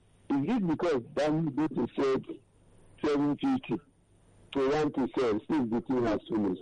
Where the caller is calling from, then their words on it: Ikeja, Lagos, Nigeria; Yes, I'm from Ikeja.